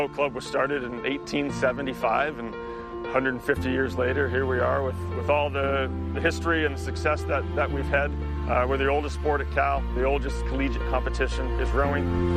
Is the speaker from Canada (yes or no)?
yes; British Columbia, Canada; moved away as an adult; now in Berkeley, United States; I grew up near Vancouver, up in Canada. I came down to row for the team 20, 25 years ago